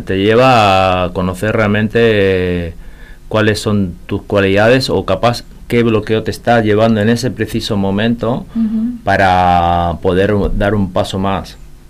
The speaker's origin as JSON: {"language": "Spanish", "town": "Posadas", "region": "Misiones", "country": "Argentina", "tie": "born or raised there", "also_born_or_lived": "Barcelona, Spain", "said": "Bueno, soy español, nacido en español, pero en España, Barcelona. Pero de pequeño mis padres hicieron una aventura y con 8 años viví 11 años aquí en Posadas."}